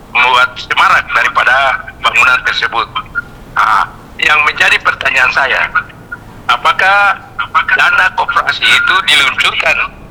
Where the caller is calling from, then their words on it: Indonesia; Saya lihat aja di desa kami atau kecamatan kami di Laut Utara